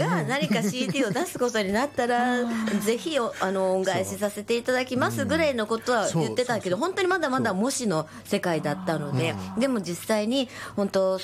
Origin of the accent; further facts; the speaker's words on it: Kansai, Japan; moved away as an adult; now in Tokyo, Japan; 特に私関西出身で関西で歌い始めたので、